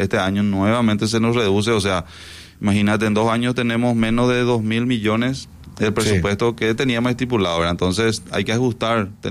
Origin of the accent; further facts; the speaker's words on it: Cambyretá, Itapúa, Paraguay; me iba a Asunción y de dónde soy, de Encarnación, decía, ¿verdad? No decía que soy de Camburetá.